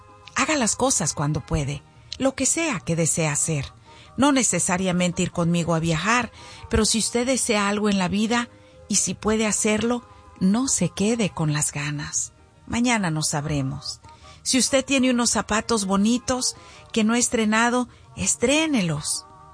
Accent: Zacualco de Torres, Jalisco, Mexico; moved away; allá en Zacualco de Torres, allá en mi pueblo

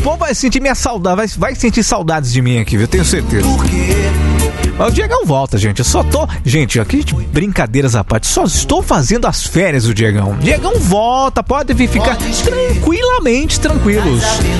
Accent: São Paulo, Brazil; Eu também sou do interior de São Paulo, velho. Eu também sou do interior de São Paulo, cara.

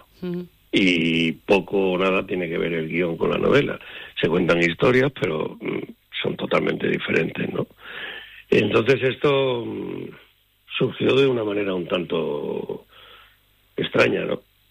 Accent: Villanueva del Duque, Andalusia, Spain; moved away as an adult; now in Madrid, Spain; Pues yo nací en Villanueva del Duque, me crié en Villanueva del Duque, y hace 44 años fui emigrante. Tuve que salir de mi tierra a Madrid, y en Madrid empecé una nueva vida

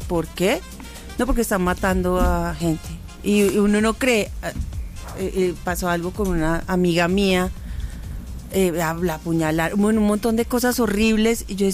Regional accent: Medellín, Antioquia, Colombia; moved away as an adult; yo crecí en la Comuna 13.

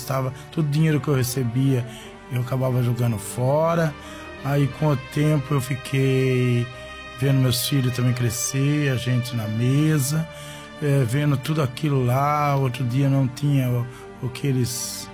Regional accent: Itatiba, São Paulo, Brazil; sou de Itatiba, o bairro Santa Cruz, Alameda Dom Pedro II, número 170.

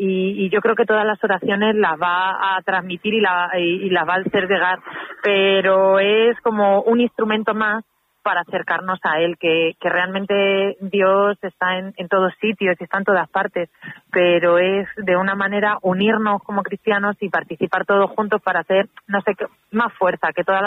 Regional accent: Castilla-La Mancha, Spain; somos nosotros los de Castilla-La Mancha.

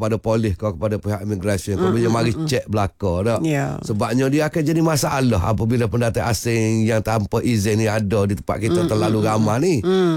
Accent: Kelantan, Malaysia; kita sebagai rakyat Kelantan ni

